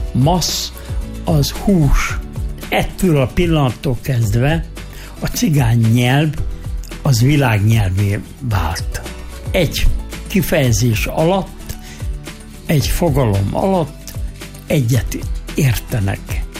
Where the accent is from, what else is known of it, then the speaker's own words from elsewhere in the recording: Hungary; Hát azért romungró, magyar cigány vagyok, magyarul beszélek.